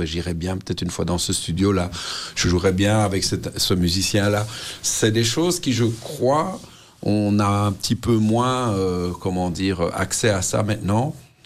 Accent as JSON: {"language": "French", "town": "Molenbeek", "region": "Brussels", "country": "Belgium", "tie": "born or raised there"}